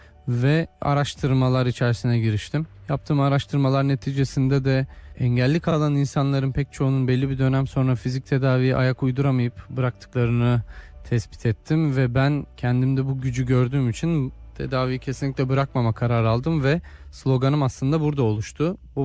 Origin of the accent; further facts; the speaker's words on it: Konya, Turkey; born there; 1981 Konya doğumluyum.